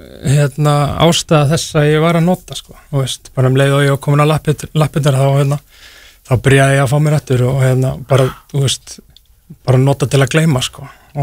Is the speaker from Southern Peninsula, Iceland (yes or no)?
no; Akranes, Western Region, Iceland; Ég kem frá Akranesi og það gerist það Akranesi sem er lítið hérna, samfélag sko.